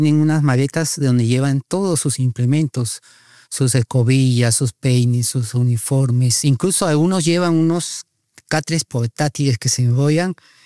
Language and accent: Spanish; Peru